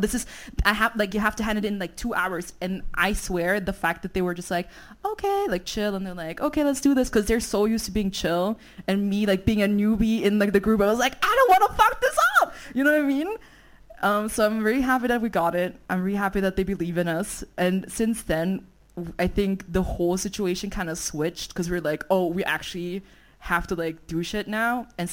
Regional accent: Vienna, Austria; I'm from Vienna. The ghost is also from Vienna.

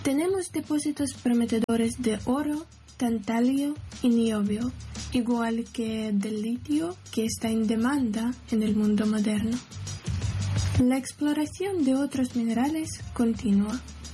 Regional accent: Kirovohrad Oblast, Ukraine; región de Kirovograd, en tales pueblos como Zlinka y Kamenimist, de ahí que me gustaría contaros sobre mi tierra natal.

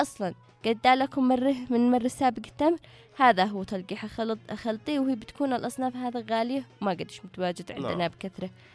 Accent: Tihama, Yemen; نحن من تهامة، يقولوا لنا موسم الزراعة خلص، ما في زراعة معاكم عمراء.

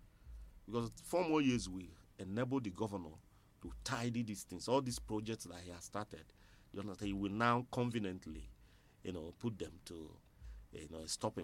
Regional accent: Nsukka, Enugu State, Nigeria; I am from Nsukka

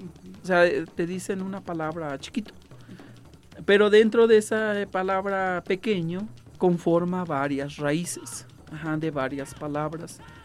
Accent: San Miguel del Progreso, Mexico; ahí en mi pueblo, en San Miguel del Progreso, tenemos una escuela bilingüe. Entonces, los maestros llegaban y enseñaban en náhuatl y en español.

